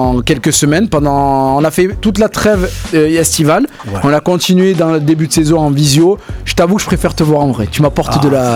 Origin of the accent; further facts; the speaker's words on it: Comoros; Je suis comorien